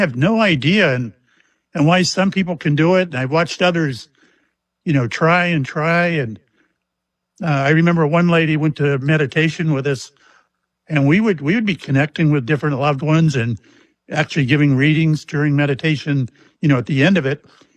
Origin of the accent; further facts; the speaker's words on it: Mayport, Florida, United States; I was on the Shangri-La out of my hometown of Mayport, you know, where I live right. I live 20 miles from the base.